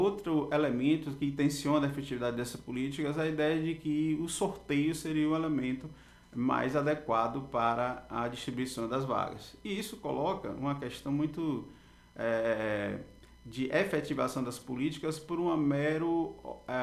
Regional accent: Bahia, Brazil; Eu sou da Bahia, né? Minha formação é lá na Universidade Federal da Bahia

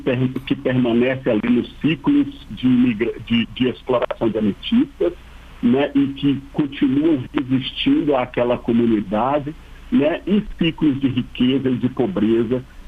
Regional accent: Brazil; born there; moved away; como todo brasileiro que é do interior e que às vezes tem que fazer a vida, você tem que emigrar, né?

